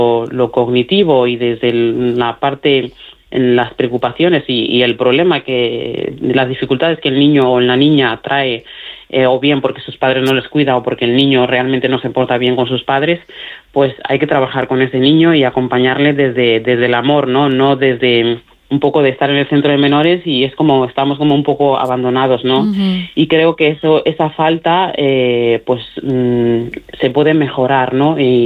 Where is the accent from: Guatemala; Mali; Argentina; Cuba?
Mali; Hablo mejor el castellano y el gallego que mi propio dialecto. Ajá. Y la suerte que tengo es que tengo una pareja maravillosa que también es de Mali y estamos volviendo a retomar el dialecto.